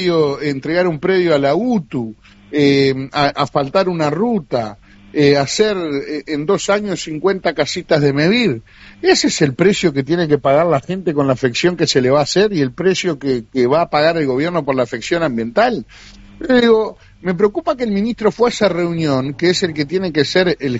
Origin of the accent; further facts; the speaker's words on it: Canelones, Uruguay; yo soy de Canelones